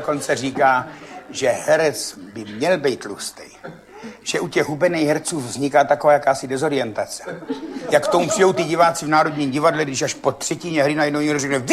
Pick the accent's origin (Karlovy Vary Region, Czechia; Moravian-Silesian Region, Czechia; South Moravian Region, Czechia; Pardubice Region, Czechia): South Moravian Region, Czechia; Řicmanice; Tady jsem od Řicmanic a tatínek měl tatínka, mýho dědečka, který měl majetek.